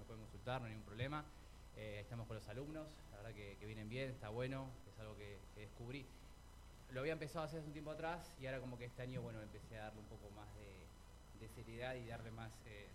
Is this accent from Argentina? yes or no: yes; Argentina; yo soy de Buenos Aires, más o menos a los 14, muy pibito, empecé a salir a Pinar de Rocha